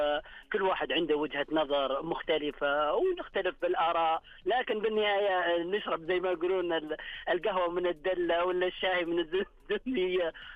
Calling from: Riyadh, Riyadh Province, Saudi Arabia; من الرياض.

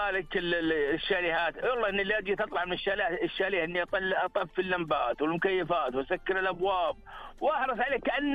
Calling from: Saudi Arabia

